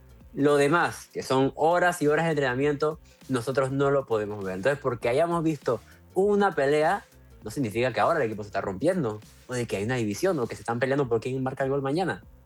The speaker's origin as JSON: {"language": "Spanish", "country": "Panama"}